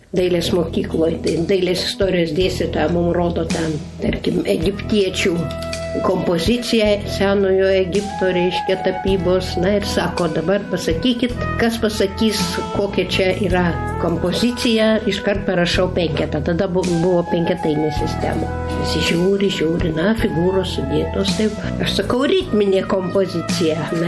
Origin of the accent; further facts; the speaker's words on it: Vilnius, Vilnius County, Lithuania; now in Utena, Lithuania; Na, iš tikrųjų, aš esu vilnietė ir Vilniuje ir mokyklą baigiau Salomėjos Nėries